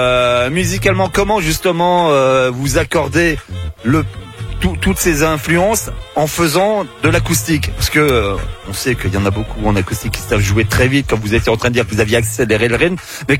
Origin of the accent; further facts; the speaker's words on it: Brest, Brittany, France; moi je suis de Brest